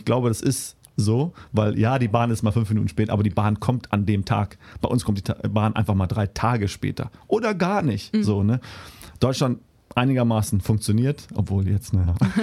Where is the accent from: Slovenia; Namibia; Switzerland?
Namibia; Windhoek, Khomas; now in Germany; ich bin in Windhoek geboren. Windhoek ist die Hauptstadt Namibias, hat ungefähr 450.000 Einwohner, ist die größte Stadt in Namibia.